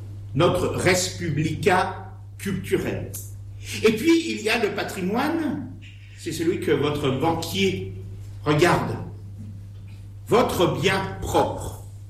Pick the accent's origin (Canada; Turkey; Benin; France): France; Digoin, Bourgogne-Franche-Comté; Et je ne dis pas ça parce que je suis originaire de Digoin, quoique.